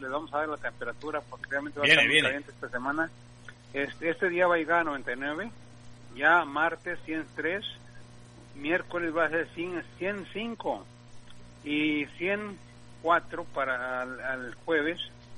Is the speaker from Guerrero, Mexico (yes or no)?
no; Jalisco, Mexico; Digo, porque somos de Jalisco nosotros también. Dije, bueno, realmente no somos, somos jaliscienses